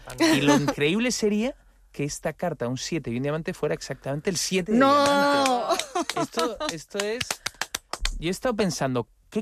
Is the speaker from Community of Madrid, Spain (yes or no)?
yes; Madrid, Community of Madrid, Spain